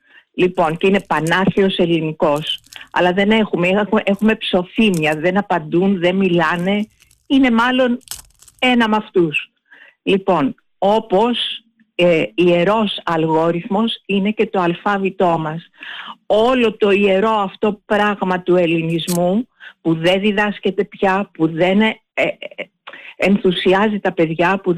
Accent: Heraklion, Crete, Greece; από Ηράκλειο.

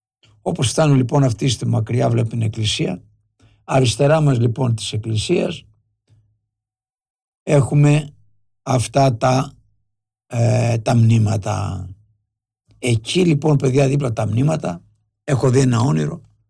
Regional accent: Egklouvi, Ionian Islands, Greece; όπως είναι από το χωριό μου τώρα με εγκλουβί, που έλεγα και χθες, βγάζουμε και τη φοβερή φακή εγκλουβής

